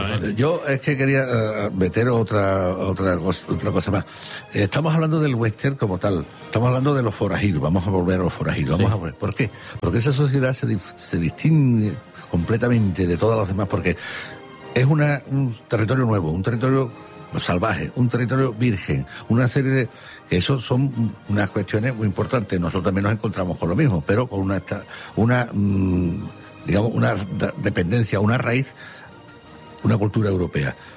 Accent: Spain

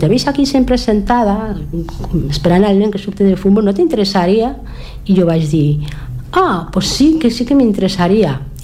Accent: Barcelona, Catalonia, Spain; jo vaig néixer en Barcelona, en un barri, en Poblenou, en el barri de Poblenou, i allí en el barri l'escola tota era en castellà

